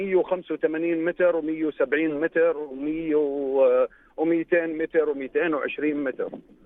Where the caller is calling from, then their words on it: Jordan; احنا كشعب اردني